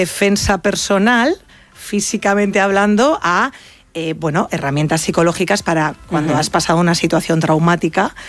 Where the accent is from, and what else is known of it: León, Castile and León, Spain; born there